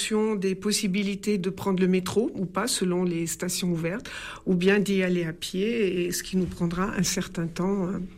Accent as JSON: {"language": "French", "country": "France", "said": "chez nous en France"}